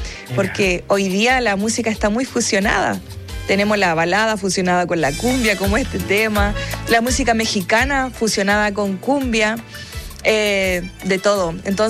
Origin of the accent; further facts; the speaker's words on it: Chile; para mí ha sido una evolución como artista, como compositora chilena también